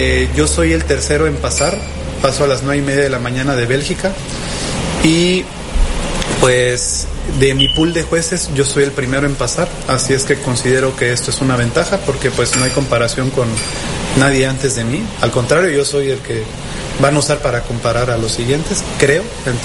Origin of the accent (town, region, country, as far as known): Veracruz, Mexico; born or raised there